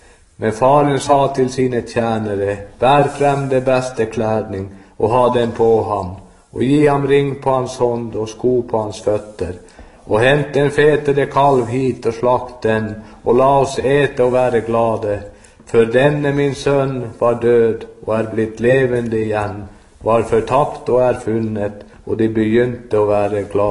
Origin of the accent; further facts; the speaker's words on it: Alta, Finnmark, Norway; så kommer jeg fra Alta, fra den leste av de ankeverket.